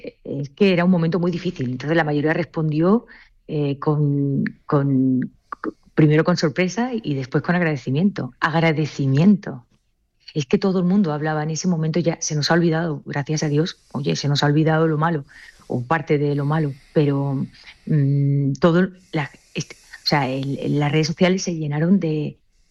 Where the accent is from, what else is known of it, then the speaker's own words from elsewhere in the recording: Seville, Andalusia, Spain; Yo soy sevillana.